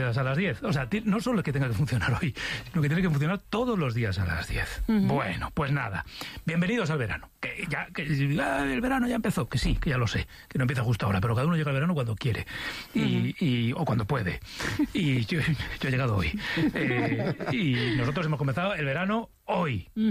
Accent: Navarre, Spain

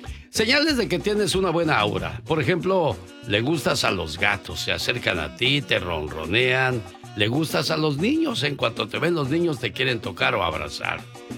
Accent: San Luis Potosí, Mexico; moved away; un día salí de San Luis Potosí, pero San Luis Potosí nunca salió de mí.

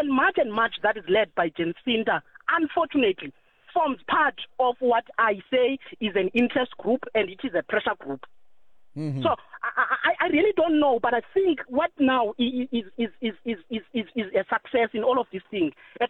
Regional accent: South Africa

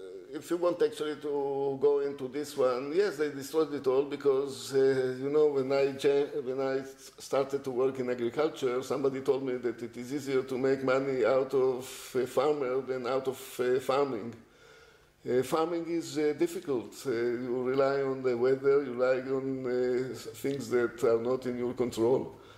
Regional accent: Israel; moved away as an adult; also born or lived in South Africa; now in Australia; I was born in Israel to Holocaust survivors. I grew up in Israel. I served in the army in Israel as an officer.

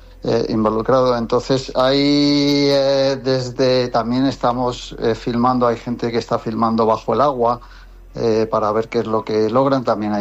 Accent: Spain; moved away as an adult; now in England, United Kingdom; me gustaría también volcarlo en mi país, ¿no?, en España

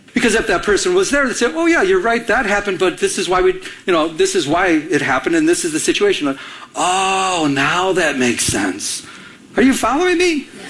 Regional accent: Michigan, United States; I'm from Michigan. I didn't know all these people.

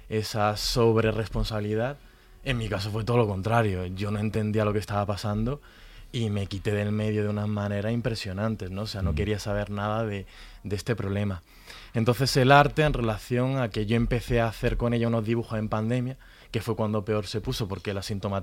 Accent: Granada, Andalusia, Spain; Yo soy de Granada, ¿no?

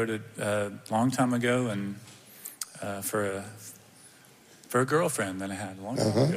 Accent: North Carolina, United States; I am just outside of Asheville, North Carolina.

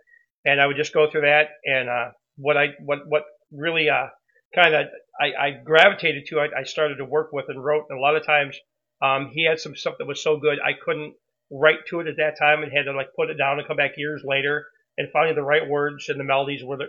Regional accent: Marseilles, Illinois, United States; Born and raised in Marseilles, Illinois. I've been back and forth to, like, Arizona a few times, but there's no place like a home, they say, so I'm back in Marseilles, and I went to Marseilles High School, graduated in 1979.

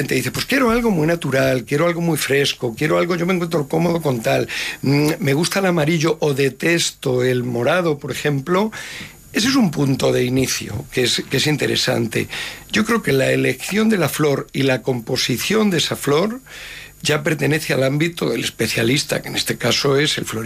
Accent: Castilla-La Mancha, Spain; moved away; lo voy a decir el manchego

